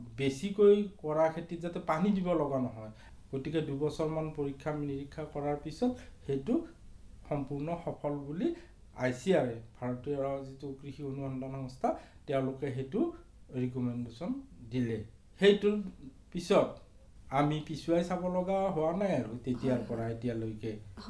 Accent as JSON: {"language": "Assamese", "town": "Balitara", "region": "Assam", "country": "India", "tie": "born or raised there", "said": "মোৰ ঘৰ বালিতাৰা, জিলা নলবাৰী।"}